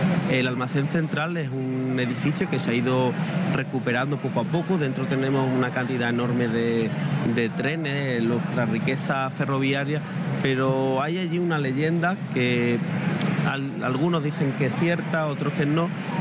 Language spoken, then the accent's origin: Spanish; Peñarroya-Pueblonuevo, Andalusia, Spain